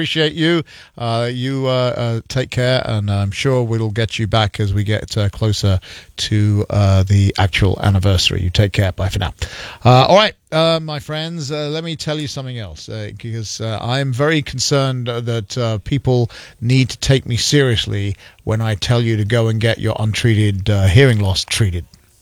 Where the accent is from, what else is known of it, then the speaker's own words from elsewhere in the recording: London, United Kingdom; moved away; I'm a Londoner originally, right? You know, I grew up, I'm a kid crossing London on the tube.